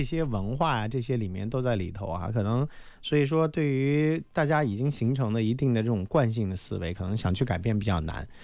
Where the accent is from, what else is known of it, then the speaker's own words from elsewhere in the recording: Quanzhou, Fujian, China; 其实我们泉州人其实还是喝这种清香的